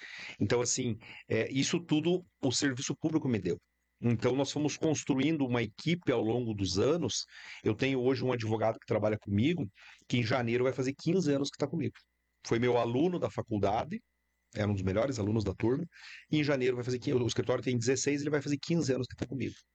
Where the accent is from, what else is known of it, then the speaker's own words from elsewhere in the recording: Clevelândia, Paraná, Brazil; now in Pato Branco, Brazil; da minha cidade natal, lá em Clevelândia